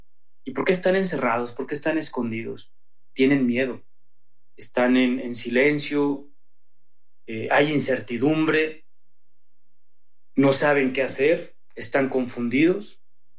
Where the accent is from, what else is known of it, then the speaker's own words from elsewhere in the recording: Villa de Reyes, San Luis Potosí, Mexico; now in Irapuato, Mexico; misionero del Espíritu Santo. Soy del municipio de Villa de Reyes, San Luis Potosí. Pero ahorita estoy en el servicio en la ciudad de Irapuato